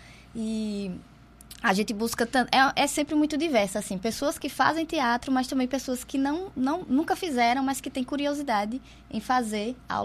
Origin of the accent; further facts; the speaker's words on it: Brazil; a gente é brasileiro